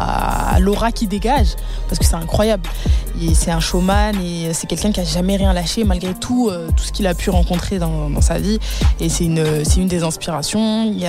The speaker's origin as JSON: {"language": "French", "country": "DR Congo", "first_language": "Lingala", "second_language": "French", "said": "Parce que je suis congolaise."}